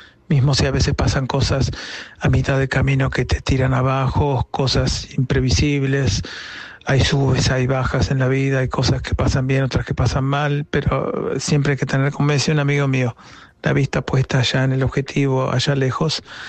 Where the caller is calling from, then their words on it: Montreal, Quebec, Canada; Desde Montreal.